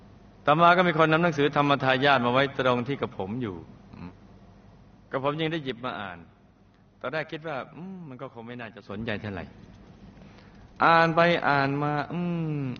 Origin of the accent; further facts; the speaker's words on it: Bangkok, Thailand; born there; แต่กับผมเกิดที่กรุงเทพยอมแม่เล่าฟังว่าตอนคลอดที่หน้ากรมการทหารมาสนามเป้า